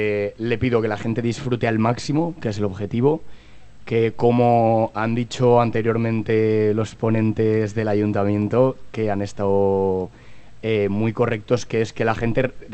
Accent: Monzón, Aragon, Spain; es mi casa, es mi tierra

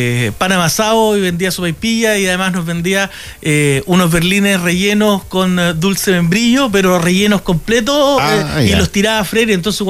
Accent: Talcahuano, Biobío, Chile; Yo soy de Talcahuano.

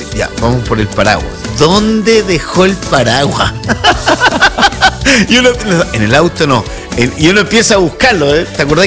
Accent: Chillán, Ñuble, Chile; also born or lived in Iquique; Yo nací en Iquique. Iquique es una ciudad donde no cae nada de agua, es una garuga y queda la escoba. Entonces, a los 11 o 12 años me fui a Chillán.

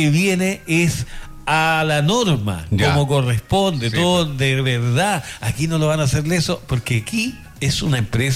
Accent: Chile; Porque como buenos chilenos dejamos todo para última hora.

